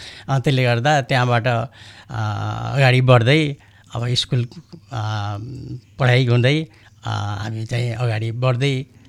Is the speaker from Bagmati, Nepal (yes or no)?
no; Ghorahi, Lumbini Province, Nepal; moved away as an adult; now in Banke, Nepal; मेरो जन्म चाहिँ दाङ, अहिले हाल घोराई उपमहानगरपालिका वडा नम्बर 12 हापुर भन्ने ठाउँमा मेरो जन्म भएको हो 2023 सालमा। र बाल्य जीवन पनि त्यहीँ बित्यो, शिक्षा दीक्षा पनि त्यहीँ बित्यो